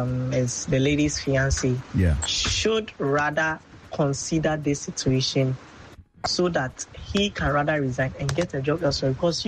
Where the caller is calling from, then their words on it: Tema, Greater Accra, Ghana; from Tema Community 5.